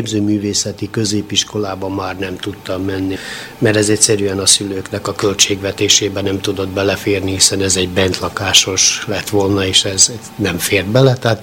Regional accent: Horgoš, Vojvodina, Serbia; Én fölműveszülőktől, tehát Horgoson, Vajdaságban, tehát Szeged és Szabadka közötti területen születtem.

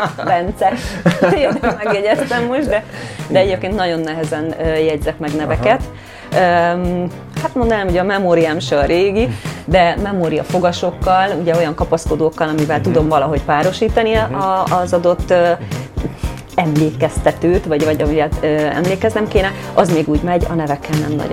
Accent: Szeged, Csongrád-Csanád, Hungary; moved away as an adult; now in Budapest, Hungary; a névváltozás után nem sokkal egyébként Szegedről Budapestre költöztem

